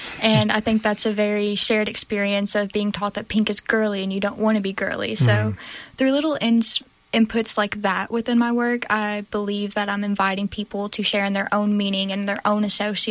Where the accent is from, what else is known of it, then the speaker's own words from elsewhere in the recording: Mississippi Delta, United States; Growing up in the Delta, there's a strong tradition of quilting. And that's something that I experienced